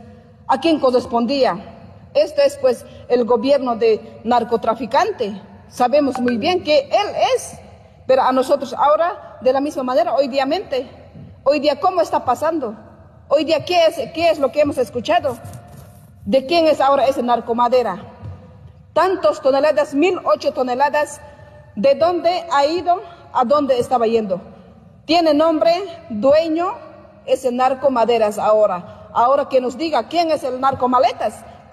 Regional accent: Cochabamba, Bolivia; nosotros no somos narcotraficantes, nosotros somos del trópico de Cochabamba productores, que nosotros mantenemos, nos sustentamos con la producción.

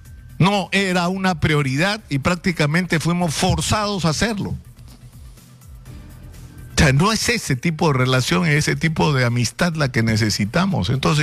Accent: Peru

